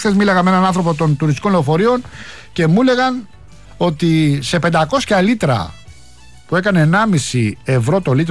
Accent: Rafina, Attica, Greece; Ω, από την πατρίδα μου βλέπω. Τη Ραφίνα με το ροδαλό χρωματισμό της ατμόσφαιρας πίσω από τα βουνά της Εύβοιας.

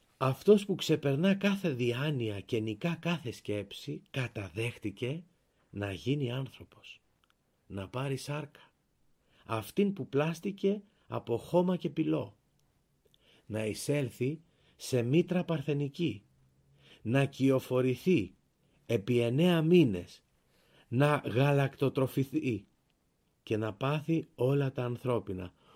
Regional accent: Greece; Λέω είμαι περήφανος που είμαι Έλληνας, είμαι περήφανος που είμαι Χριστιανός.

